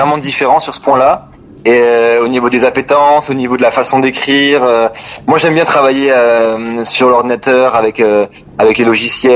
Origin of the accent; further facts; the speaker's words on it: Pau, Nouvelle-Aquitaine, France; now in Bordeaux, France; On vient du Sud-Ouest, on a débuté à Pau, on a grandi à Pau, et maintenant on est sur Bordeaux